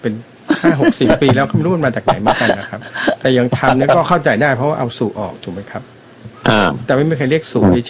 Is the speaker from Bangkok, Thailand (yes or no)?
yes; Bangkok, Thailand; โอ้ผมคนกรุงเทพนะครับ